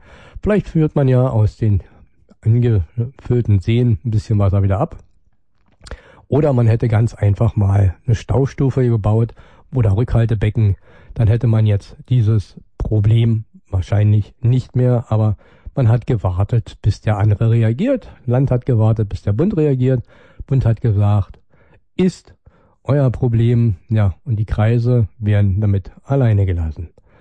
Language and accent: German; Brandenburg, Germany; wie wir als Brandenburger ja das auch anders sehen